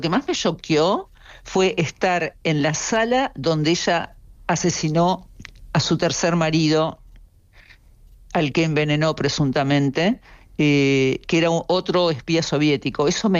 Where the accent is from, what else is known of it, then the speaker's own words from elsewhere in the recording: Argentina; bueno, yo soy argentina, pero digamos ese grupo de uruguayos